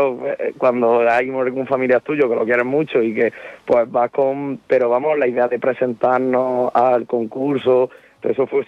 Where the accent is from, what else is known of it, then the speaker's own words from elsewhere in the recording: El Carpio, Andalusia, Spain; nosotros somos de la España rural, como dicen algunos, ¿no? Nosotros somos del Carpio, un pueblecito pequeño de 4.000 habitantes, y no nos vamos a mover de aquí.